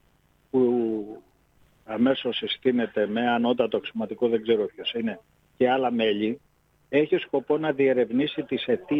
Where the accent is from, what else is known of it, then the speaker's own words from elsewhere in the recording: Arta, Epirus, Greece; στην πατρίδα μου, στην Άρτα